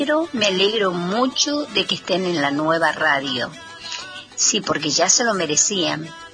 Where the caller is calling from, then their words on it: Pueblo Diamante, Entre Ríos, Argentina; Soy de Pueblo Diamante.